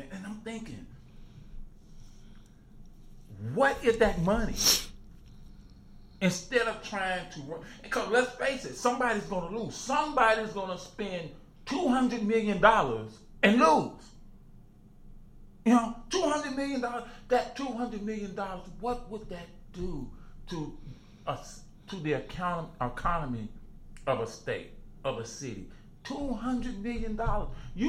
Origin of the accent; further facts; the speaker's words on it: Chicago, Illinois, United States; growing up in Chicago